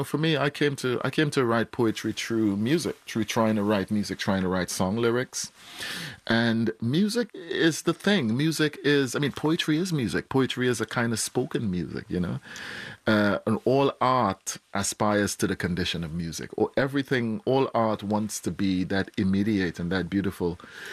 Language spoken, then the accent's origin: English; Trinidad & Tobago; Carnival, which I grew up with in Trinidad, is a very surreal thing